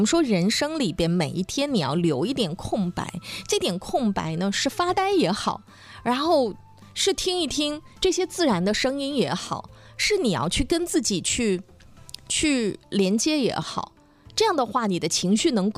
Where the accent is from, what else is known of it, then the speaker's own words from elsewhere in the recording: Dalian, Liaoning, China; 他一看就是我们那个老大连人哈，就是大连话说的特别的正宗。